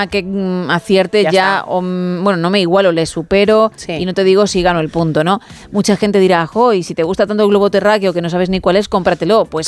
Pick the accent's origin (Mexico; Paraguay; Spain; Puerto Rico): Spain; Madrid, Community of Madrid; born there; No, nací en Madrid.